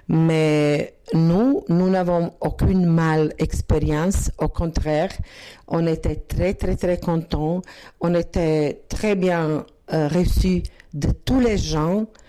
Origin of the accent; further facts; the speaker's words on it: Zagreb, City of Zagreb, Croatia; French is a second language; Nous viendrons de Zagreb, de capitale, et nous habitons à une petite paroisse, mais pas petite. Il y a 7000 habitants. Et aussi, c'est une paroisse plus vieille